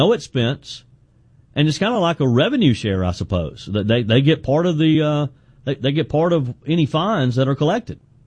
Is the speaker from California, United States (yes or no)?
no; South Carolina, United States; My home state, of course, is South Carolina. This is in the lower part of the state. I live in the upstate.